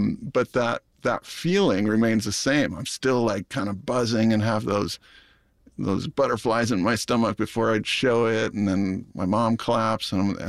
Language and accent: English; Hawaii, United States; I always sort of compartmentalized my upbringing and my culture and growing up in Hawaii as sort of a separate thing than my experience as a filmmaker.